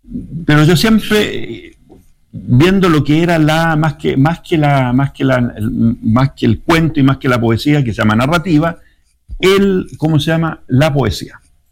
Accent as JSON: {"language": "Spanish", "town": "Vicuña", "region": "Coquimbo", "country": "Chile", "tie": "born or raised there", "moved": "yes", "said": "yo días antes había ido a mi pueblo, a Vicuña, a Elqui, donde yo soy, a un pueblo chico que se llama San Isidro"}